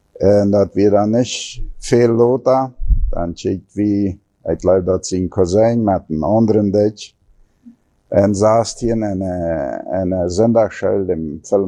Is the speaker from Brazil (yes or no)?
no; Fernheim, Boquerón, Paraguay; Ja, ich komme aus dem Chaco, aus Familie, ja. Als ich in Männer geboren, nach 2 Jahren trage ich meine Eltern mal in Fernheim, also in Fernheim abgewachsen.